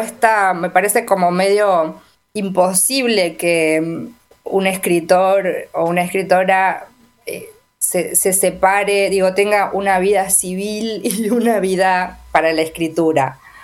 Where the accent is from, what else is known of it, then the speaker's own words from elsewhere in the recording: Villa Elisa, Argentina; yo nací, crecí en un pueblo, en Villeliza, el pueblo que nombraste antes, que ahora es una ciudad, pero en ese momento era un pueblo muy pequeño.